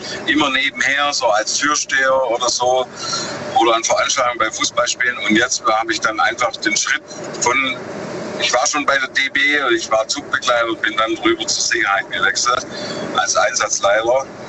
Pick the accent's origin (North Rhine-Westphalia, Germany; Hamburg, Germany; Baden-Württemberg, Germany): Baden-Württemberg, Germany; Lenningen; Ich bin aus Lenningen. Lenningen? Das Lenninger Tal, Kirchheim, ja, Kirchheim-Teck.